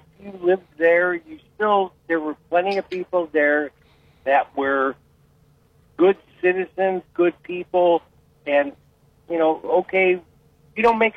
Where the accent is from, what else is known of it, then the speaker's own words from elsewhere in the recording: Wickliffe, Ohio, United States; And so many friends that I had in Willowick. I grew up in Wickliffe.